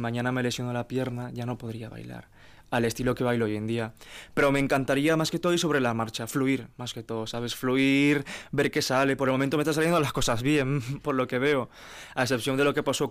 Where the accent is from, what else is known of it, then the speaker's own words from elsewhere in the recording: Peru; Y al fin y al cabo, pues, a mí, mi profesor, como en Perú es muy estricto, ¿sabes?